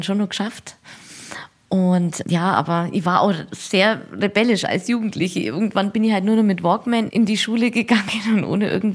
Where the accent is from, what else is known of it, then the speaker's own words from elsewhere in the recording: Eurasburg, Bavaria, Germany; Ja, im Alltagsleben bin ich immer hier in der Ecke geblieben.